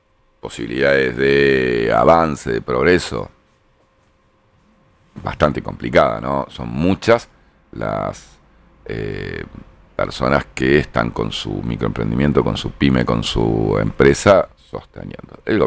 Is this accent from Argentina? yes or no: yes; Alta Gracia, Córdoba, Argentina; Nosotros somos una ciudad de cabecera de departamento en Altagracia, muy cerquita de Córdoba, somos una extensión de Córdoba capital prácticamente.